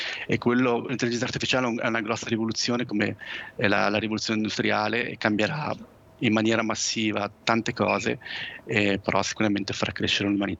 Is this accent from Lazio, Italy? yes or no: no; Savignone, Liguria, Italy; moved away; io vengo da Savignone, quindi dall'entroterra